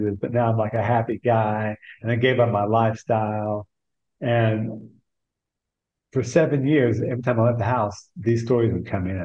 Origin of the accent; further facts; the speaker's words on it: Texas, United States; Well, I grew up in Texas, hence the name.